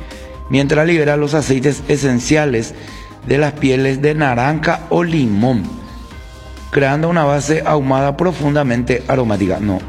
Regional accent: Colombia; now in Paraguay; Bueno, como colombiano y como colombiano viviendo en Paraguay, puedo decir que amo el cocido con chipas.

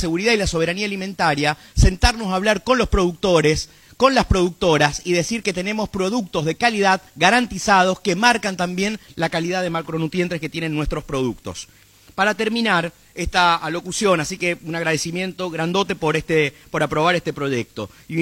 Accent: San Juan, Argentina; yo como sanjuanino

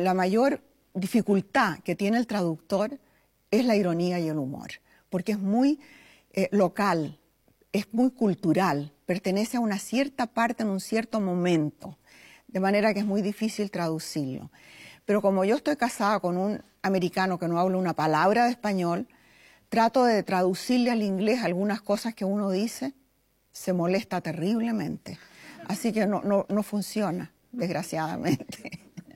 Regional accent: Chile; moved away as an adult; also born or lived in Venezuela; now in United States

